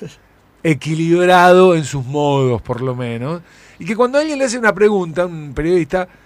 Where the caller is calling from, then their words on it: Ángel Gallardo, Santa Fe, Argentina; de Ángel Gallardo Santa Fe, 319 el DNI.